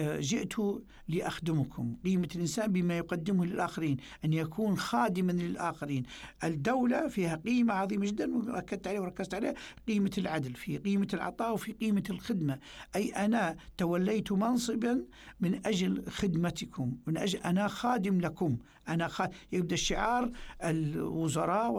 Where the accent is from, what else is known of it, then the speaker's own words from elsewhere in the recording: Libya; نحن كليبيين كدولة ليبية